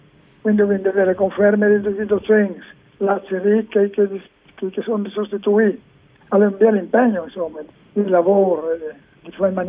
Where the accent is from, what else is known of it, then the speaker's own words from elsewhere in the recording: Palmanova, Friuli-Venezia Giulia, Italy; sono di Palma, sono del paese d'Oglie.